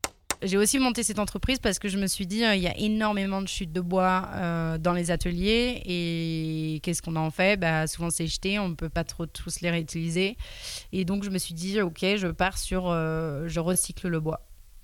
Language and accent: French; Angers, Pays de la Loire, France; born there; Je suis partie d'Angers, donc c'est là où est né le projet, c'est là où je suis née.